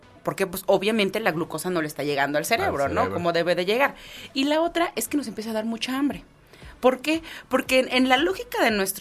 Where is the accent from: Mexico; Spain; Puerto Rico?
Mexico; nosotros tendemos mucho a los excesos como mexicanos